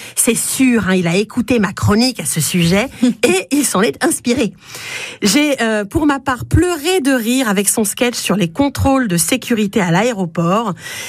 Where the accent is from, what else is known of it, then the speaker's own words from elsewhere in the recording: Hauts-de-France, France; Évidemment, en tant que picarde, je suis cliente de l'humour et de l'univers de Danny Boone